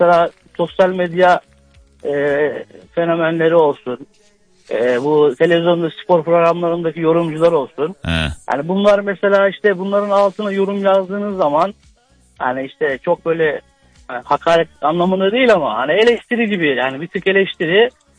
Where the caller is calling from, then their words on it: Zonguldak, Turkey; Merhabalar, Zonguldak'tan